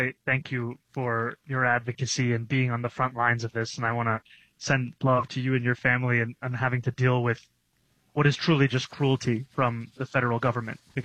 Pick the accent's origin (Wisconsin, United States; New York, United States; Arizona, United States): New York, United States; New York City; growing up in New York City